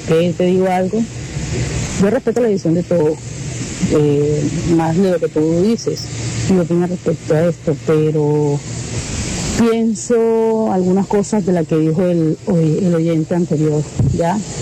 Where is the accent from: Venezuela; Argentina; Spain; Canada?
Canada; Oye, soy de Canadá.